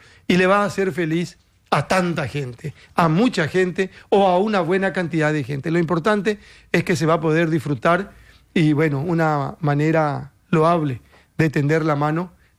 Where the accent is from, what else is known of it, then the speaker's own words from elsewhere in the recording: Carmen del Paraná, Itapúa, Paraguay; Yo soy un sureño, yo soy un Carmen del Paraná.